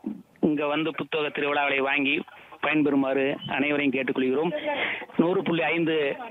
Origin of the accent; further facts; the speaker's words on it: Kangeyam, Tamil Nadu, India; moved away; சொந்த ஊர் வந்து காங்கேயத்து பத்தால வரதம்பாளையம். ஆனா இங்க வந்து 40 வருஷம் ஆச்சு.